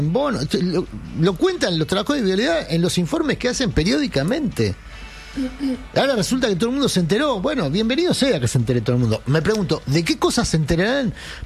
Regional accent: Argentina

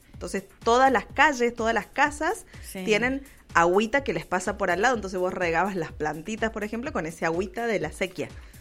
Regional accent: Mendoza, Argentina; Mi tierra.

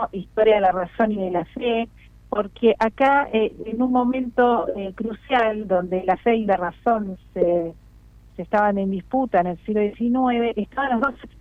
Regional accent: Buenos Aires, Argentina; yo soy de Buenos Aires, pero empecé a ir mucho a Ushuaia

